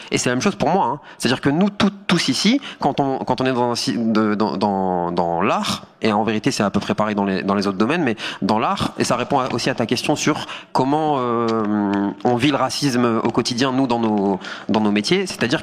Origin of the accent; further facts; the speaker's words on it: Hauts-de-France, France; Moi, je viens du Nord, de la France.